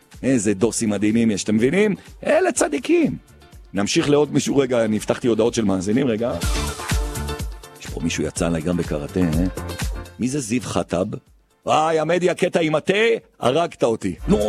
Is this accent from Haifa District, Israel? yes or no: no; Jerusalem, Jerusalem District, Israel; אני רק משדר בגבעת זאב, אני ירושלמי